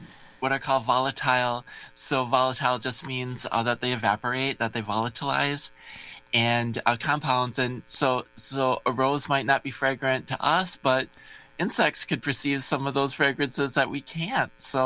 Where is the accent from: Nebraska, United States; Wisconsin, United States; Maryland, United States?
Wisconsin, United States; West Bend; I grew up in West Bend, just a little bit away from you there in Port.